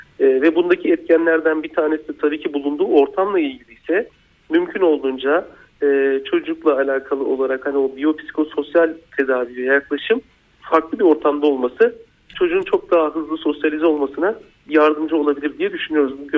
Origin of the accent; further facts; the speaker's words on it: Çukurova, Turkey; ben Çukurova tarafında işte oralıyım